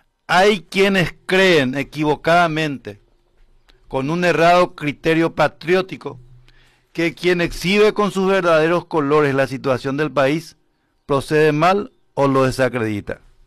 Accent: Paraguarí, Paraguay; mi pueblo paraguarí, de la gente que forma parte de mi pueblo de Paraguarí.

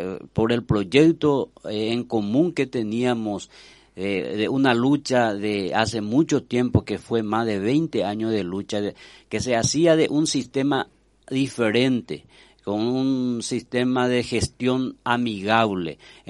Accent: Maracayú, Canindeyú, Paraguay; seguir trabajando como maracayuense

